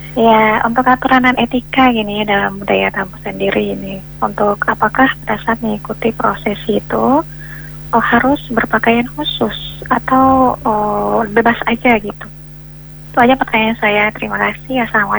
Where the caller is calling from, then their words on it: Maluku, Indonesia; Ya, saya dari Maluku Tengah